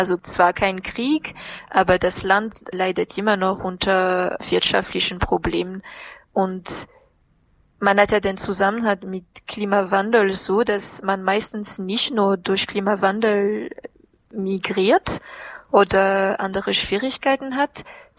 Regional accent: southeast, Madagascar; German is a second language; Ich komme, wie gesagt, aus dem Südosten und das ist die Nachbarregion von der Region Anjouli, heißt es.

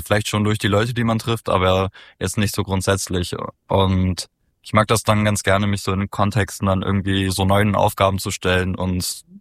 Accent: Halle, Saxony-Anhalt, Germany; Ja, wir sind auch aus Halle.

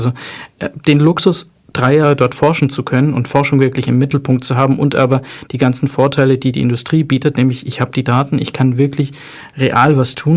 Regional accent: Tunisia; Wo kommen Sie denn her? Habe ich halt gesagt, meine Mutter kommt aus Tunesien. Ich bin Tunesier.

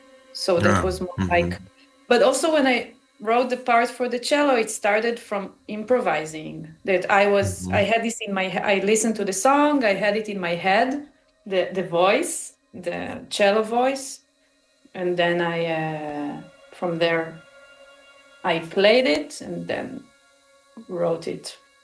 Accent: Israel; born or raised there; English is a second language

